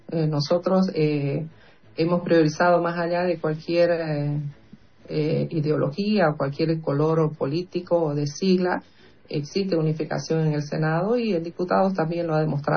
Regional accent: Santa Cruz, Bolivia; los valores que tenemos como pueblo cruceño y como pueblo boliviano

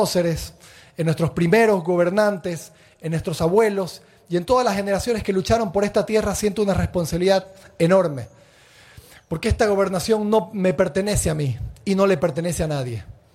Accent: Santa Cruz, Bolivia; Soy un ciudadano cruceño más y siempre lo voy a hacer. Como un hijo de esta tierra. Como alguien que nació y creció aquí.

